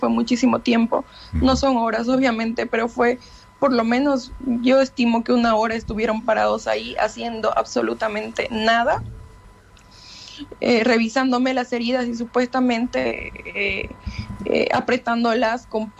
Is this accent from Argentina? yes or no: no; Bolivia